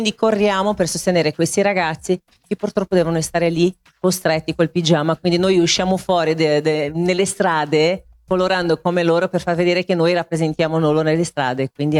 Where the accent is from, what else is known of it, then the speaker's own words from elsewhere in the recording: Brazil; Italian is a second language; Scusami, sono brasiliana, devi spiccicare bene.